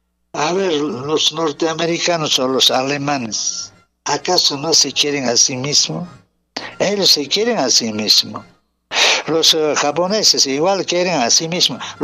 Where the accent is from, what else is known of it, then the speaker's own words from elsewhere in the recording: Peru; Otros pueblos nos estamos avergonzando de lo que somos peruanos.